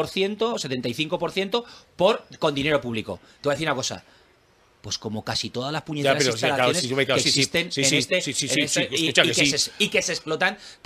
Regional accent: Zaragoza, Aragon, Spain; A mí, como zaragozano, como aragonés y como zaragocista, me parece bien

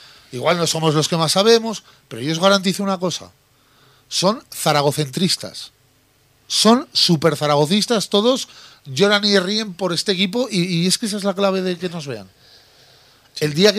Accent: Spain; No soy menos español por ello.

